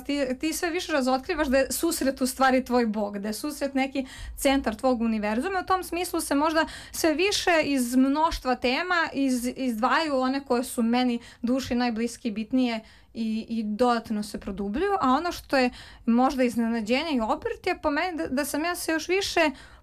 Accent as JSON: {"language": "Serbian", "region": "Belgrade", "country": "Serbia", "tie": "born or raised there", "said": "Tako da između mog Beograda i novih svetova mislim da u tom sadejstvu najbolje nastaju knjige."}